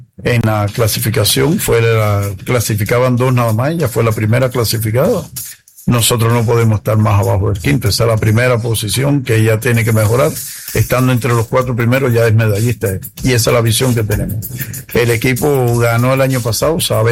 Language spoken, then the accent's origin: Spanish; Cuba; now in El Salvador; Yo soy cubano, pero defiendo esa bandera como si fuera la mía, la que yo nací.